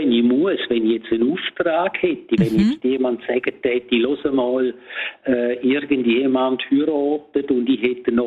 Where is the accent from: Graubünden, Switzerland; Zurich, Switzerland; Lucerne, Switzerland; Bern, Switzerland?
Graubünden, Switzerland; Domat/Ems; born or raised there